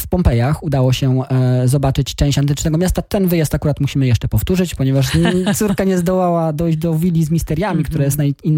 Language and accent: Polish; Dobromierz, Lower Silesian Voivodeship, Poland; Najbliższa wycieczka jest planowana do Dobromierza, czyli do mojej rodzinnej miejscowości